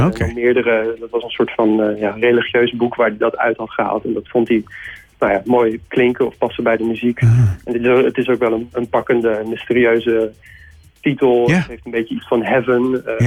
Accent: Haarlem, North Holland, Netherlands; born there

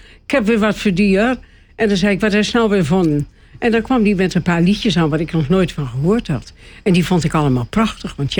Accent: Zuidbroek, Groningen, Netherlands; born there; Nee, ik ben geboren in Zuidbroek, Groningen.

